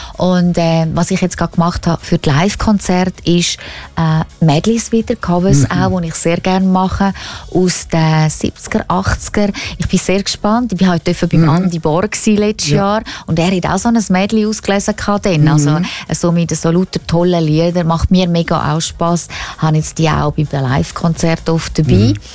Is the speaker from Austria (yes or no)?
no; Davos, Graubünden, Switzerland; Aber ich bin im Bündnerland in Davos aufgewachsen und das ist natürlich nicht das Gleiche.